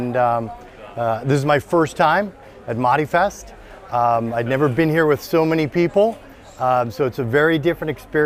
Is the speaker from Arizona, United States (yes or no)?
no; Chicago, Illinois, United States; I'm from Chicago, Illinois.